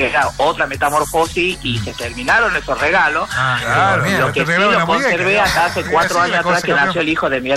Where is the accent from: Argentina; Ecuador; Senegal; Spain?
Argentina; Salta; Yo soy de la República, chicos, soy nacida y criada ahí.